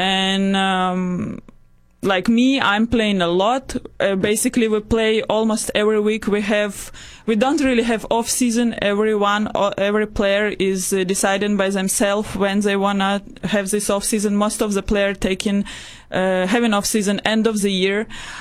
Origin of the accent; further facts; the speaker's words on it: Ukraine; I am from Ukraine